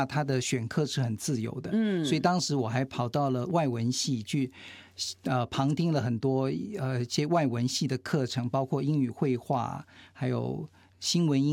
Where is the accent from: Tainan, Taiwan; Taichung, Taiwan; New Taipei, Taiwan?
New Taipei, Taiwan; Yonghe District; 我是在现在叫新北市，当时叫台北县，那新北市的永和区，在那边念国小、国中这样子，那。国中毕业以后，当然就是考那个当时的联考，考到第二志愿，其实是差一点点到第一志愿，到师大附中，那也在台北。